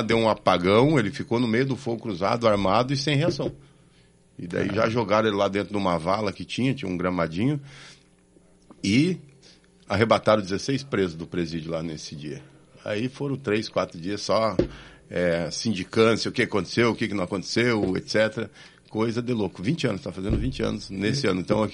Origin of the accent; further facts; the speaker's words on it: Paraná, Brazil; eu sou da região de Londrina, dá 90, 100 quilômetros.